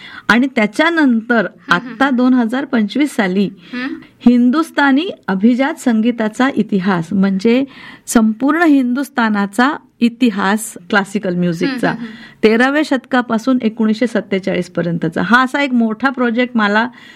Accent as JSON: {"language": "Marathi", "region": "Maharashtra", "country": "India", "tie": "born or raised there", "said": "तर मग मी आहे मूळची तिथलीच."}